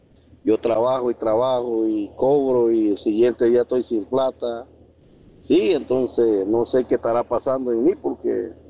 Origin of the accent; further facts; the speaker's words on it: Chilibre, Panamá, Panama; soy de Chilibre, de la parte de Chilibre, por acá, de un lugar que le dicen Yahoo, Yahoo de Chilibre.